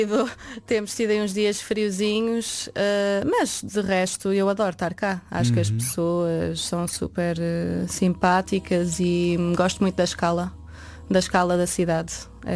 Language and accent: Portuguese; Lisbon, Portugal; moved away as an adult; now in Porto, Portugal; sou de Lisboa, estou cá há 3 anos, até vim para cá para fazer um mestrado em som